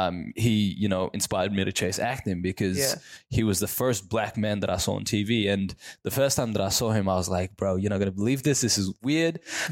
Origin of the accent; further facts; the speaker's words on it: Ethiopia; now in Australia; The way I grew up in Ethiopia, we had no electricity, we had no form of entertainment.